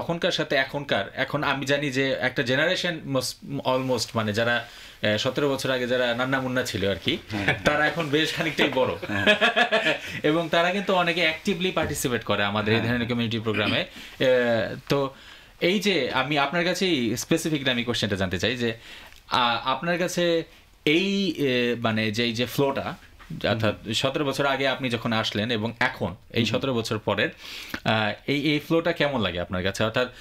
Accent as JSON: {"language": "Bangla", "country": "Bangladesh", "lives_now": "Australia", "said": "আমরা বাঙালি, আমরা বাংলাদেশ থেকে এসেছি, কিন্তু আমরা কিন্তু একই সাথে অস্ট্রেলিয়ান নাগরিকও"}